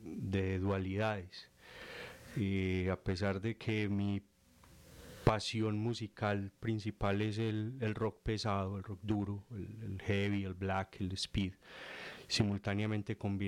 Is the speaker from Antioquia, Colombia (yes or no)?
yes; Medellín, Antioquia, Colombia; also born or lived in Puerto Berrío; Lo que pasa es que yo no conozco mi pueblo natal. Desde los 6 meses de nacido vivo en Medellín y nunca regresé.